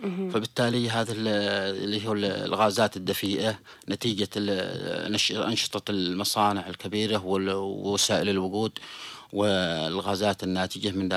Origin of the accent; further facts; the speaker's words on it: Yemen; بلادنا اليمن